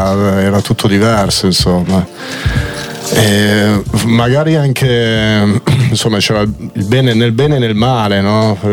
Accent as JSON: {"language": "Italian", "town": "Opera", "region": "Lombardy", "country": "Italy", "tie": "born or raised there", "lives_now": "Milan, Italy", "said": "potrei dirti nella periferia, nella provincia, un po'. Io alla fine sono cresciuto, abitavo a Noverasco, Opera, non so se è presente, a Milano, sì, Sud"}